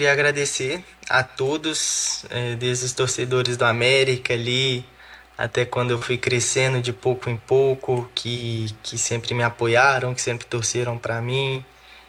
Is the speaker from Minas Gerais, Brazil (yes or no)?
yes; Belo Horizonte, Minas Gerais, Brazil; trajetória com 6 anos de idade jogando futsal em uma escolinha no meu bairro, que é o bairro Serrano, onde eu cresci em Belo Horizonte